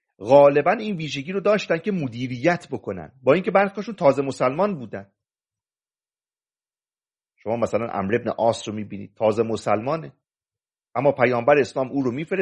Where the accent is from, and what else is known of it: Mazandaran, Iran